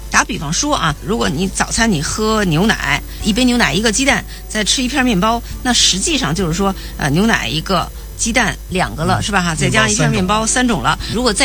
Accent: China; 如果我们中国人口味适合的，

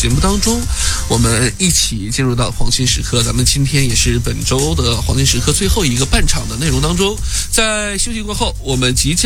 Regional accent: Australia; 是再次让咱们澳洲人狠狠骄傲了一把啊

